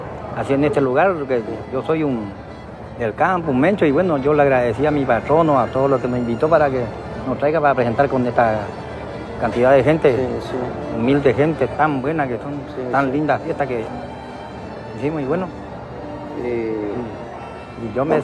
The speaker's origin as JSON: {"language": "Spanish", "town": "General Paz", "region": "Corrientes", "country": "Argentina", "said": "Yo soy de General Paz, a lo mejor escucharon, ¿eh?"}